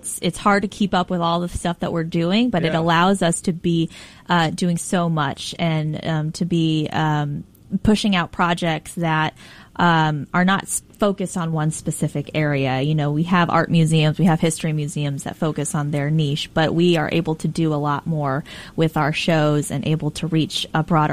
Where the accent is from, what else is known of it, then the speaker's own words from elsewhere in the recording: Peoria, Illinois, United States; I'm from Peoria, so born and raised here.